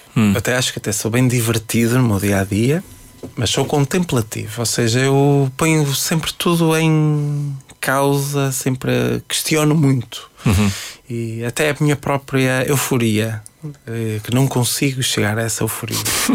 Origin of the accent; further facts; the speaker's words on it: Fafe, Norte, Portugal; Sabes que eu sou de Faf. Faf já é perto de Vila Real. Já quase Vila Real.